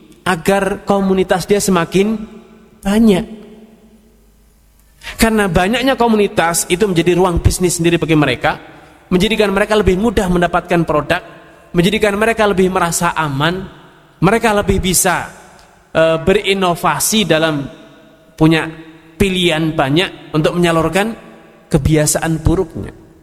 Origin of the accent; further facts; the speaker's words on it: Salatiga, Central Java, Indonesia; Saya pernah di kota saya sendiri, di Salatiga sana